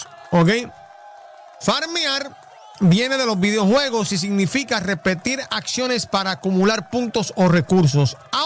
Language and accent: Spanish; Yauco, Puerto Rico; tenía que ser en Yauco, papi. En la high school de Yauco, de donde yo vengo, de donde yo salí.